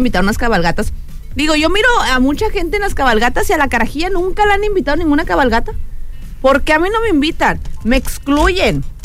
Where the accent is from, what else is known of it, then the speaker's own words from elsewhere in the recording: Mexico; also born or lived in Colonia Progreso; vengo del rancho. Yo nací en la colonia Progreso y me crié en Palaco.